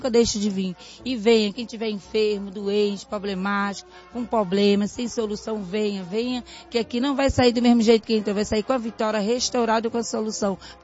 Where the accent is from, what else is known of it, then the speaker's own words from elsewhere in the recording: Maricá, Rio de Janeiro, Brazil; Venho de Maricá, de Inhã.